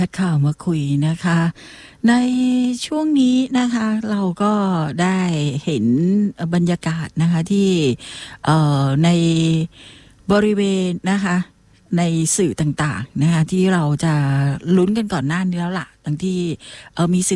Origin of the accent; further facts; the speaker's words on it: Southern Thailand, Thailand; ซึ่งเราชาวใต้จะเรียกกันว่าวัดพระธาตุนครศรีธรรมราชนะคะก็เป็นศูนย์รวมจิตใจของคนไทยและโดยเฉพาะชาวใต้มาอย่างช้านานทีเดียวนะคะ